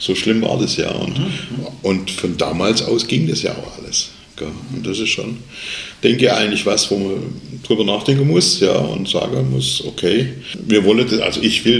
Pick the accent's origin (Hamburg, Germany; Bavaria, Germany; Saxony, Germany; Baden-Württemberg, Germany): Baden-Württemberg, Germany; Albstadt; Aber ist doch klar, du meinst, allein, wo ich herkomme, Albstadt Ebinger, ja, tauscht mit Dinger zwei Orte weiter, die hast du nicht verstanden.